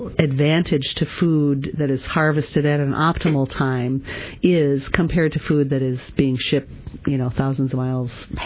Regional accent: Midwest, United States; now in Alaska, United States; I grew up in Midwestern dairy farming families on both sides of my lineage, and those were hundreds of acres operations.

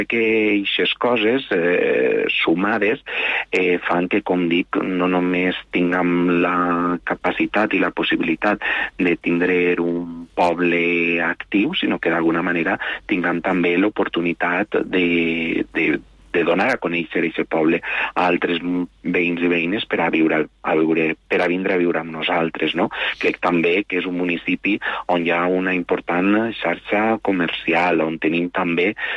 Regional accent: Bocairent, Valencian Community, Spain; no només per als qui som ja residents de Bocairent

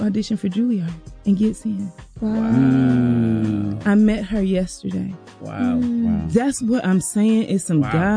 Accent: South Carolina, United States; I'm from South Carolina, small town, grew up in the church, you know, like low to mid class family.

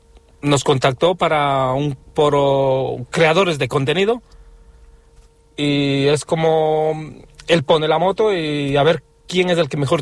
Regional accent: Ecuador; now in Spain; yo soy ecuatoriano y yo quisiese y me gustaría encontrarme con algún paisano

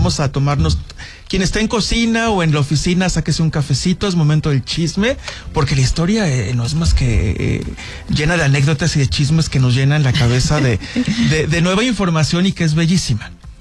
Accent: Puebla, Mexico; now in Saltillo, Mexico; Soy poblano, soy amante de los chiles en nogada. Cuando llegué a Saltillo di clases de historia

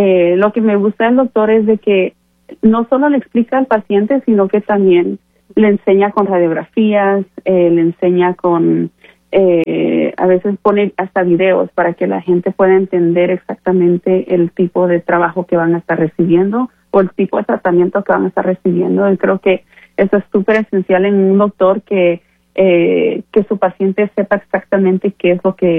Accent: Guatemala; Yo soy de Guatemala originalmente.

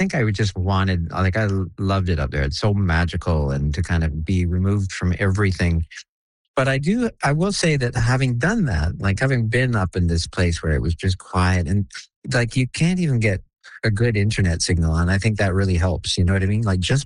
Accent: Canada; The fact is, you know, I'm Canadian. I live in Canada.

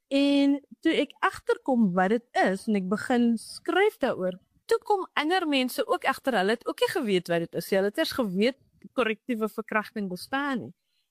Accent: Grabouw, Western Cape, South Africa; Ek het op Grabouw groot geword waar ek nou weer bly.

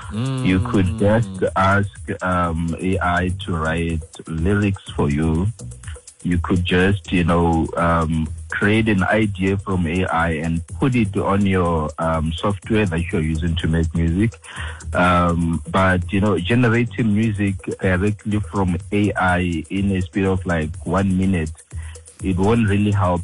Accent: Lephalale, Limpopo, South Africa; now in Pretoria, South Africa; I'm from Limpopo in Lephalale, but currently I'm based in Pretoria.

